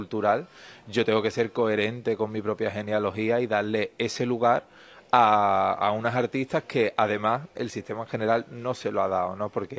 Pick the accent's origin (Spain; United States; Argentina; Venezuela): Spain; Torremolinos, Andalusia; also born or lived in Benalmádena; yo que soy mitad de Torremolino y mitad de Benalmádena